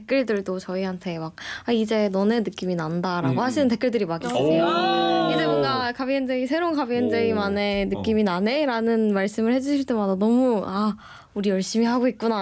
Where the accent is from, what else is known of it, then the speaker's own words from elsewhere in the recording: Daegu, South Korea; moved away; 저는 고향이 대구입니다.